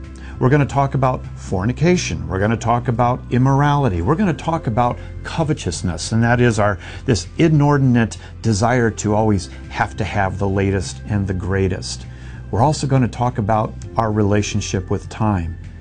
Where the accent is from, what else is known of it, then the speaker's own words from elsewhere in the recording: Minnesota, United States; I remember growing up in Minnesota, I was a big Minnesota Twins fan.